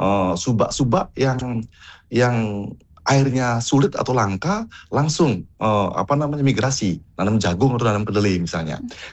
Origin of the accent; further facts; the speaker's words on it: Bali, Indonesia; Kita itu sebenarnya orang Bali